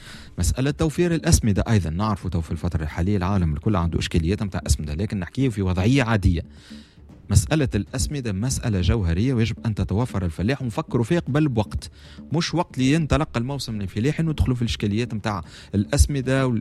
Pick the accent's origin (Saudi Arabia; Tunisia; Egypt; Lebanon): Tunisia